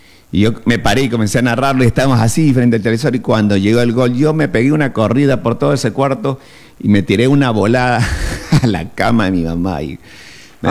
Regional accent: Ecuador; Yo soy ecuatoriano

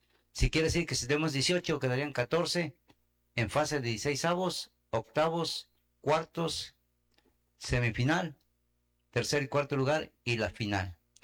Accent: Mexico; ¿cuál es la razón que hoy como mexicanos estamos pagando esta situación?

